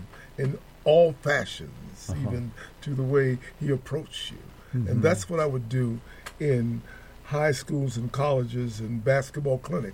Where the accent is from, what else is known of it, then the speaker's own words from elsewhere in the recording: New York City, New York, United States; when I was a young kid growing up in Harlem with all that Harlem had